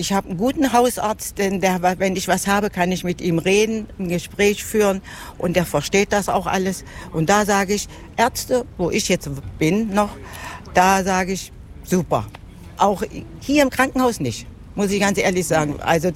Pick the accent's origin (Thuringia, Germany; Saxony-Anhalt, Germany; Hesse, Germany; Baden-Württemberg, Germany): Saxony-Anhalt, Germany; Halberstadt; born there; Also ich bin ja in Halberstadt geboren.